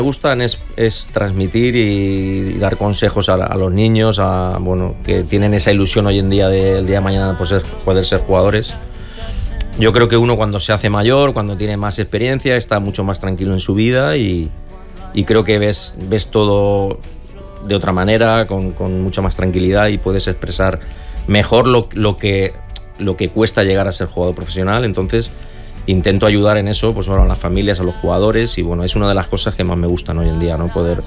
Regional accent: Aldaya, Valencian Community, Spain; Y encima en mi pueblo, que bueno, al final Aldaya para mí siempre ha sido pues un sitio donde yo me he criado, donde yo empecé.

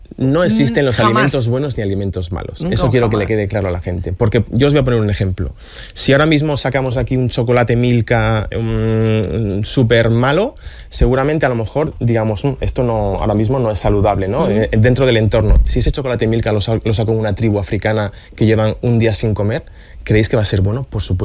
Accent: Asturias, Spain; moved away as an adult; now in Valencia, Spain; Claro, yo llegué hace 9 años a Valencia y esa es una guerra perdida.

